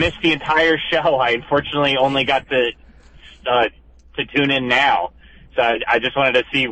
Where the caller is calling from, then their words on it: Denville, New Jersey, United States; from Denville.